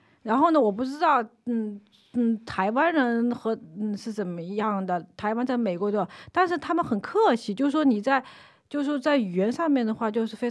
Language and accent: Chinese; China; now in Leipzig, Germany; 我是大陆人，